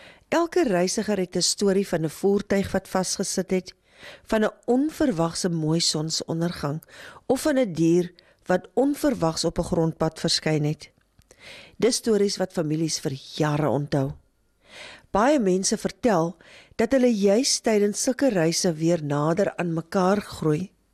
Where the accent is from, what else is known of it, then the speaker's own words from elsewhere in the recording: Namibia; En vir ons as Namibiërs is dit 'n herinnering aan hoe ongelooflik